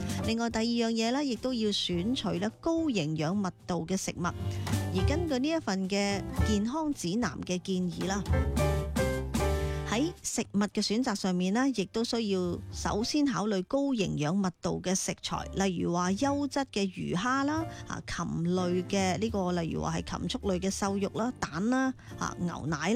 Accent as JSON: {"language": "Cantonese", "region": "Guangdong", "country": "China", "said": "我哋广东人"}